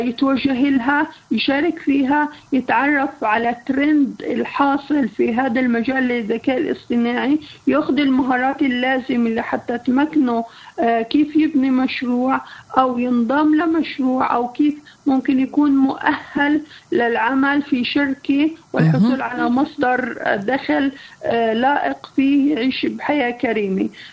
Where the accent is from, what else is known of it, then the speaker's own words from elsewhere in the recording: Palestine; اعتراف دولي بكفائتنا كفلسطينيين